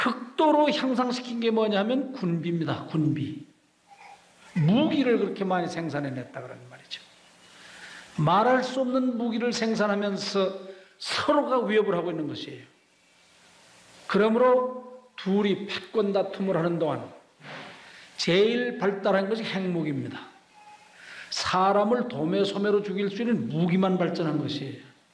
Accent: South Korea

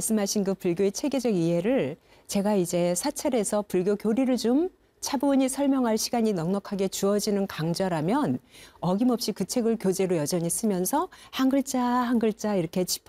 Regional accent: Gangwon, South Korea; 그 당시에 종교는 제가 강원도, 고향이 강원도인데

